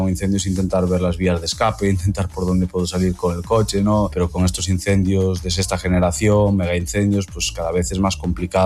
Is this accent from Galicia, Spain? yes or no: yes; Galicia, Spain; trabajando en mi tierra, en Galicia